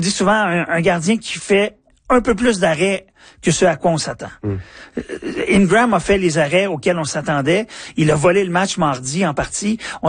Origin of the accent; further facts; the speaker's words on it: Canada; se ranger maintenant derrière le Canadien en tant que Canadien